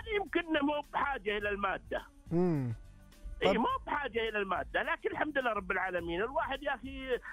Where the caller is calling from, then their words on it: Riyadh, Riyadh Province, Saudi Arabia; من الرياض حي الرحمانية